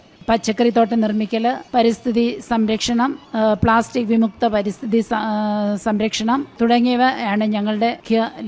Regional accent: Kollakadavu, Kerala, India; കൊല്ലകടവാണ് എന്റെ സ്വദേശം. വെൺമണിയോട് ചേർന്ന് കിടക്കുന്ന ഒരു പ്രദേശമാണ്. ഈ രണ്ട് പ്രദേശങ്ങളും കാർഷിക വൃത്തിയിൽ ഏർപ്പെട്ടിരിക്കുന്ന ജനങ്ങളാൽ നിബിഡമായ സ്ഥലമാണ്.

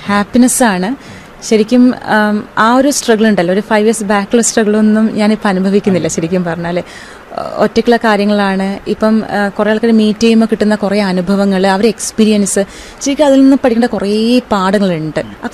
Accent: Kerala, India

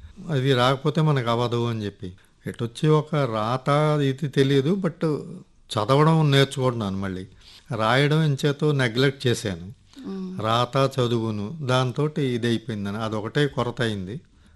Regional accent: Kakinada, Andhra Pradesh, India; also born or lived in Madhyavalasa; నేను మధ్య వలసలో పుట్టాను, శ్రీకాకుళం జిల్లా. అక్కడి నుంచి కాకినాడ మేనమావ తీసుకెళ్ళి 6వ క్లాస్ నుంచి ఆ కాకినాడలోనే చదివించారు.

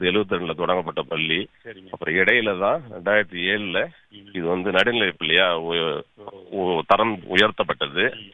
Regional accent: Tamil Nadu, India; எங்க ஊர்ல பாத்தீங்கன்னா தெருவுக்கு ஒரு கோயில் இருக்கிறது

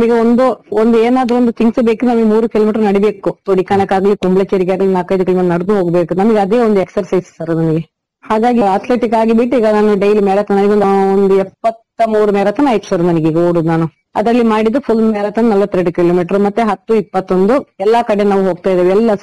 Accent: Sullia, Karnataka, India; moved away as an adult; now in Bangarakodi, Kodagu, India; ಸುಳ್ಯ ತಾಲೂಕು ಆಲಿಟಿ ಗ್ರಾಮದ … ಹಾಗೂ ಸಣ್ಣವ ದಂಪತಿಗಳ ಪುತ್ರಿ.

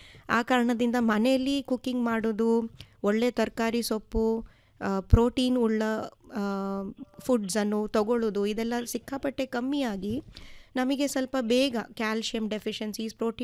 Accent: Karnataka, India; ನಮ್ಮ ಊರಿನ, ನಮ್ಮ ದಕ್ಷಿಣ ಕನ್ನಡ ಸೈಡಿನ ಕೊಬ್ಬರಿ ಎಣ್ಣೆ.

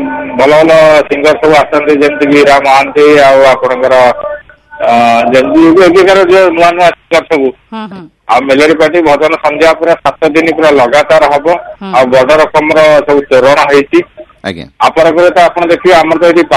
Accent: Odisha, India; ଆଉ ଯେହେତୁ ଆମେ ସନାତନ ଧର୍ମୀ ଆମେ ଓଡ଼ିଆ ମୁଢି ନଡ଼ିଆ ଲାଗେ ବଢିଆ ଆଉ ଆମେ ଚାଷୀ ଲୋକ

